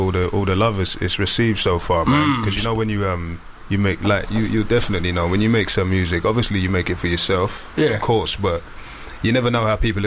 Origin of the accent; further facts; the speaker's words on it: Grenada; I'm from Grenada.